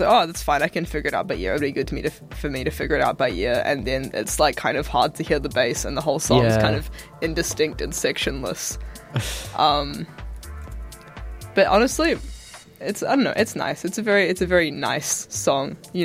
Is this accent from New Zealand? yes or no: yes; Christchurch, Canterbury, New Zealand; moved away as an adult; now in Dunedin, New Zealand; And I'm from Christchurch